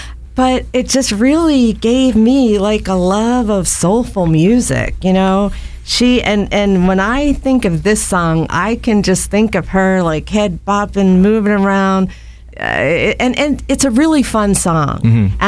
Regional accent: Pottstown, Pennsylvania, United States; moved away as an adult; also born or lived in Shippensburg, Pennsylvania / Carlisle, Pennsylvania / Elmira, New York / Bowie, Maryland; now in Akron, United States; I grew up in Pottstown, Pennsylvania

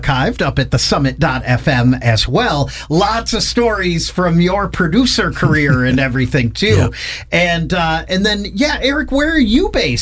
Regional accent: Wadsworth, Ohio, United States; my hometown of Wadsworth, I happen to live out in Wadsworth.

